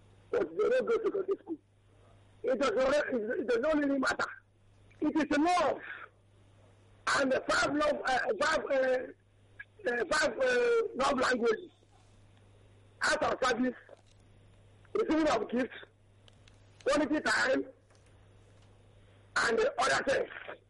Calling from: Koboko, Northern Region, Uganda; From Koboko.

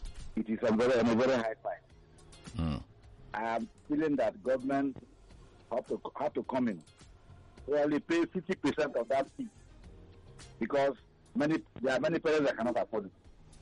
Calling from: Lagos, Nigeria; I'm calling from Ijeshato, Surulere, Lagos.

